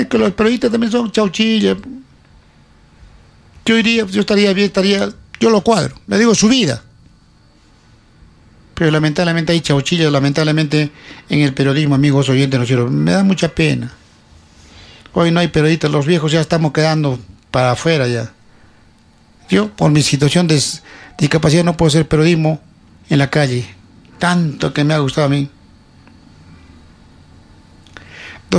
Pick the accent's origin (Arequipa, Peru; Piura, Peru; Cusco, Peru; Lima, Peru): Arequipa, Peru; Yura; born there; Ver cómo en mi distrito, donde yo nací